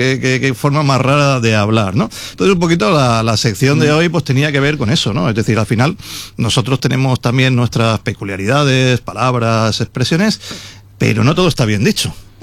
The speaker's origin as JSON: {"language": "Spanish", "region": "Valencian Community", "country": "Spain", "said": "porque somos de las últimas zonas donde se habla valenciano, ya un poquito más abajo, ya pasando Crevillente, pues el valenciano apenas..."}